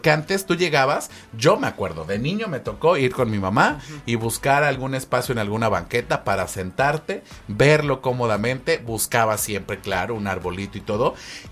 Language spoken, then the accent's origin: Spanish; Cuautla, Morelos, Mexico; los que somos de aquí de Cuautla